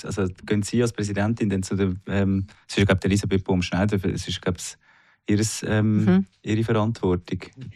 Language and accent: German; Zug, Switzerland; born there